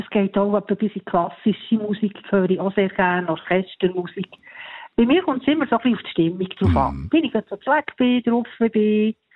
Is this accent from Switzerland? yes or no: yes; Switzerland; Also sicher als Schweizer, Schweizer Jodl-Lieder.